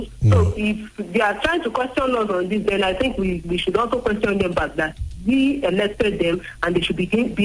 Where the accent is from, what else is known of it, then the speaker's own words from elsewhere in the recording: Ibadan, Oyo, Nigeria; from Ibadan.